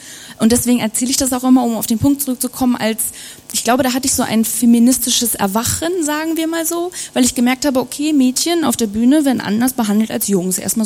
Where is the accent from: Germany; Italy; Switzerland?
Germany; Berlin; ich bin in Berlin aufgewachsen, in Ost-Berlin